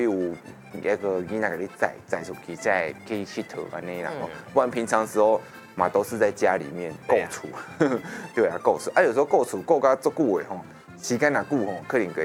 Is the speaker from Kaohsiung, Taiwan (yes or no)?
no; Chiayi, Taiwan; now in Taichung area, Taiwan; 不然就是回老家是嘉义嘛